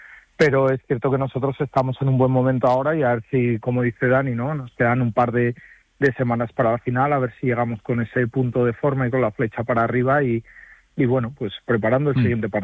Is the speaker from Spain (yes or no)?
yes; Asturias, Spain; somos asturianos